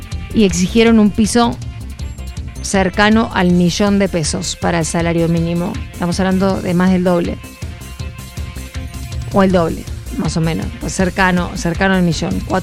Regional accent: Argentina

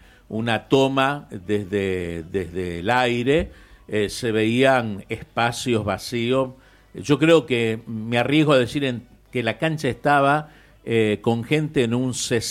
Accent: Argentina

